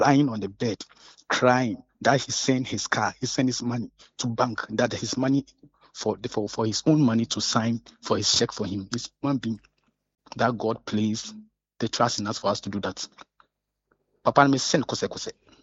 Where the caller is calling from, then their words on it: Tema, Greater Accra, Ghana; Yeah, I'm calling from Tema.